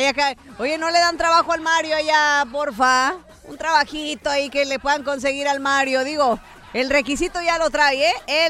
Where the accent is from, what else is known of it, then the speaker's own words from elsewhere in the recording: Mexico; somos mexicanos